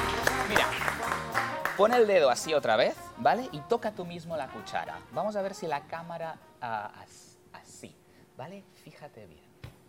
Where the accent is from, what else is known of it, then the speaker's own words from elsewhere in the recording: Catalonia, Spain; que soy catalán.